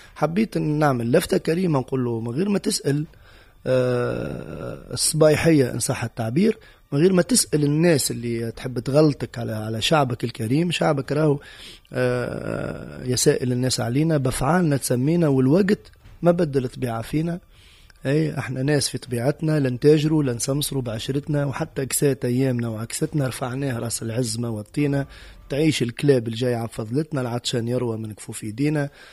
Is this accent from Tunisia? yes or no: yes; Tunisia; انا مواطن، مواطن تونسي، مواطن تونسي